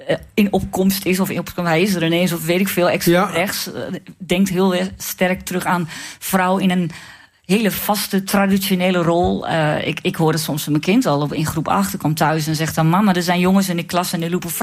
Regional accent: Overijssel, Netherlands; En ik durfde dat alleen maar in de stad. En toen ben ik weggegaan uit Twente. En wat ik... Ik ben inmiddels heel gelukkig teruggekeerd.

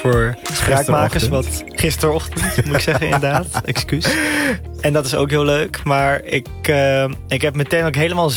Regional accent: Amsterdam, North Holland, Netherlands; Dus homoseksueel en islamitisch of ik ben geboren en opgegroeid in de Bijlmer, maar uiteindelijk naar school gaan Amsterdam Oud-Zuid, wat ook een hele andere wereld is.

